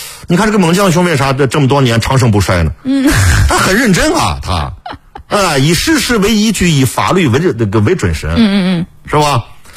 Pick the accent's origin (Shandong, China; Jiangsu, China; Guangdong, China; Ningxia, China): Ningxia, China; Yinchuan; 这个不要说北上广深的朋友来住得起，咱们银川人要住一下也住得起啊